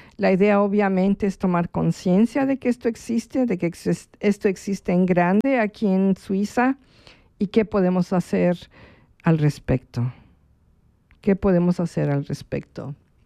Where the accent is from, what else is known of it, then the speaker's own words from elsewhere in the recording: Mexico; now in Switzerland; yo soy mexicana